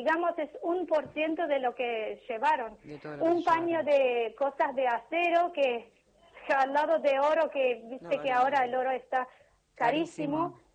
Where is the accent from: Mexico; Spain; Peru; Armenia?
Armenia; now in Argentina; Yo soy armenia.